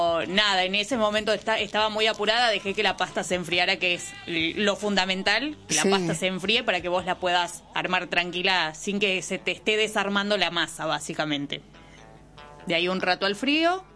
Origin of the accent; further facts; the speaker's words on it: Argentina; el partido que a nosotros como argentinos nos interesa, Jordania-Argentina